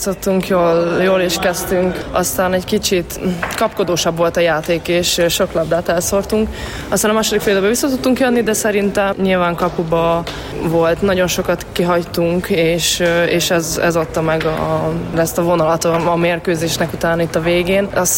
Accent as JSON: {"language": "Hungarian", "country": "Hungary", "said": "valószínűleg annak szólt, hogy magyarok vagyunk, Magyarországon játszunk"}